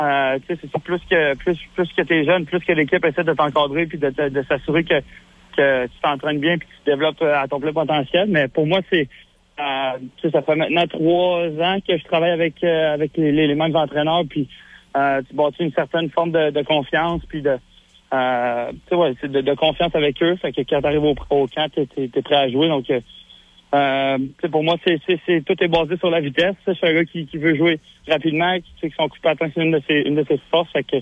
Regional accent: Bécancour, Quebec, Canada; moved away as an adult; also born or lived in Trois-Rivières; now in Quebec City, Canada; C'est un peu plus à Saint-Grégoire où j'ai grandi.

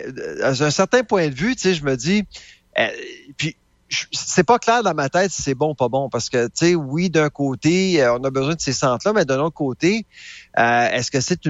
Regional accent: Canada; moi, je suis Canadien.

